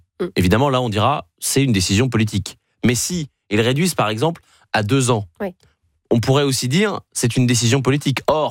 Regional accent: France; En tant que Français qui a confiance dans sa justice

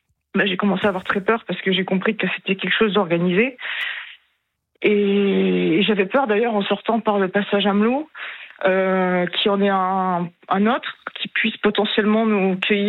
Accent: Montpellier, Occitanie, France; moved away as an adult; also born or lived in Clermont-Ferrand; je suis originaire de Montpellier.

